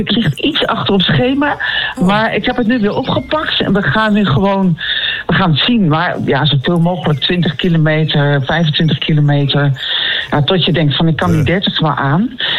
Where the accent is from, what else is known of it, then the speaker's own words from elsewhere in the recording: Nijmegen, Gelderland, Netherlands; Nou, ik ben deels opgegroeid in Nijmegen. Dat speelt heel erg mee.